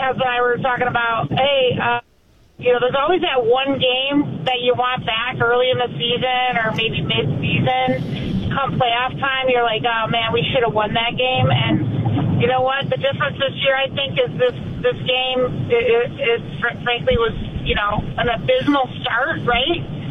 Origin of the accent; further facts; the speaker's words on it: New York, United States; now in Syracuse, United States; My husband and I come in every game from Syracuse. I grew up in Western New York, but we're in Syracuse now